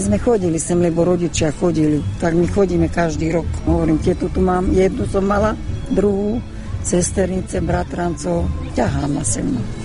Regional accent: Hungary; now in Slovakia; Ja som stadiaľ to odišla ako Slováčka, nevedela som maďarsky nič. Z Maďarska na Slovensko.

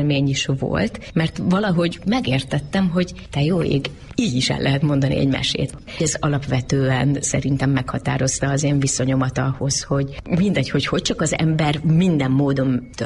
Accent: Gödöllő, Pest, Hungary; Gödöllőn nőttem fel, az egy nagyon ritka alkalom volt, amikor amúgy ilyen közel lakván is Budapesthez egy iskolás gyerek, vagy akár egy óvodás korú gyerek eljuthatott színházba.

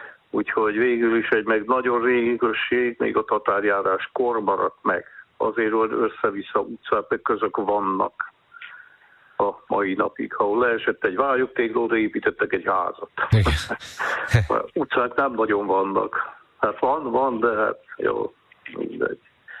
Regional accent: Átány, Heves, Hungary; now in Budapest, Hungary; Abban az utcában, ahol én felnőttem, valamikor volt 46 gyerek, most már nincs, 2 vagy 3.

